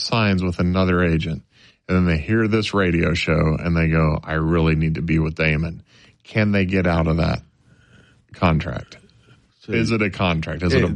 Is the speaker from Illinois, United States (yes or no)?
yes; Illinois, United States; I'm from Illinois.